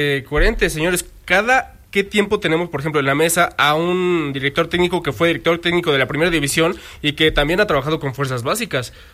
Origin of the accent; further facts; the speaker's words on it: Mexico; El apellido sí es francés, yo soy mexicano.